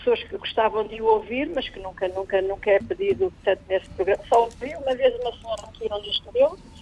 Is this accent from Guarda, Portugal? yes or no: yes; Santo Estêvão, Guarda, Portugal; born there; now in Olivais, Lisbon, Portugal; Nasci no Distrito da Guarda.